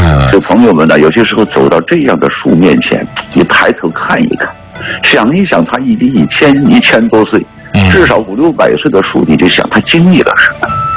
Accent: Sichuan, China

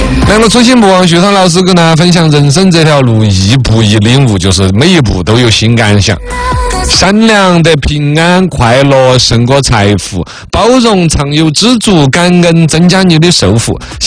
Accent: Sichuan, China; 我们四川人

